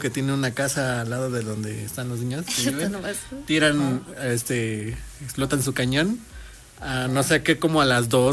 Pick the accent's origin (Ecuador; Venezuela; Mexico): Mexico; Mixteca; al menos en mi tierra, en la Mixteca, es como que una zona demasiado así que se sienten mucho los sismos.